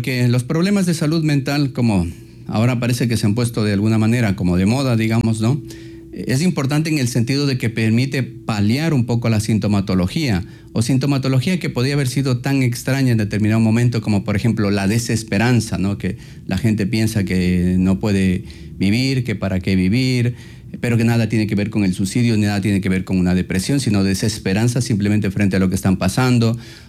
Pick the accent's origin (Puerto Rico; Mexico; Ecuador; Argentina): Ecuador; como ecuatorianos nosotros hemos vivido ya un terremoto